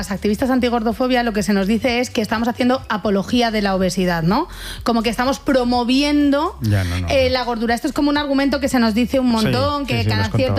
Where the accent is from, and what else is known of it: Fuenlabrada, Community of Madrid, Spain